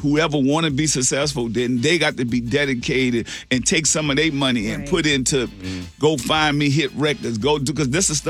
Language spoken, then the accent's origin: English; New Orleans, Louisiana, United States; You know, they could look and say, man, I'm from New Orleans. We, you know, man, it's us against the world.